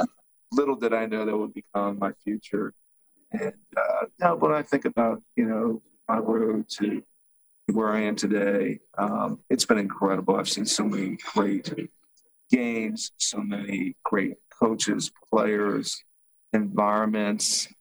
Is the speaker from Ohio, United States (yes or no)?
no; Miami, Florida, United States; I grew up in Miami